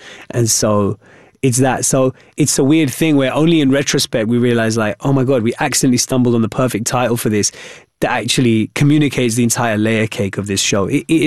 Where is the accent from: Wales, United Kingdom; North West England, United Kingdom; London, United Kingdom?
London, United Kingdom; Wembley; this Hamlet story set in, you know, medieval Denmark, actually is exactly like growing up in Wembley.